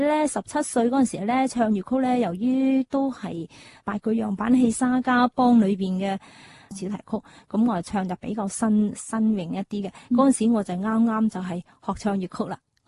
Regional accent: Guangzhou, Guangdong, China; 我自己身为系广州人，系广府嘅，即系饮住珠江水浸。

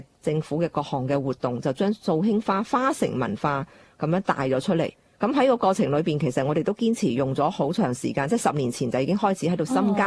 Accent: Guangzhou, Guangdong, China; 我自己本身亦都係廣州海珠區，即係而家嘅河，我哋叫河南啦，土生土長嘅。咁亦都我哋歷代亦都係喺海珠區呢度咧，亦都係種田啦、種菜啦。

